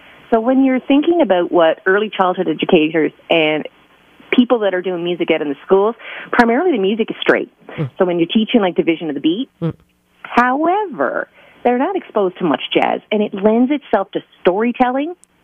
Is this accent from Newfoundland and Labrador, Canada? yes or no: yes; Newfoundland and Labrador, Canada; So when I was growing up in Newfoundland doing my undergrad, Ken Knowles was teaching the jazz arranging course